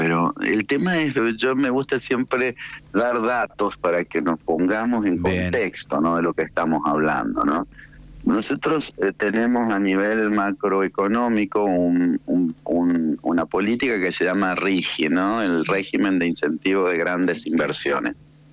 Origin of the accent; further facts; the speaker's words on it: Jáchal, San Juan, Argentina; soy de Hachal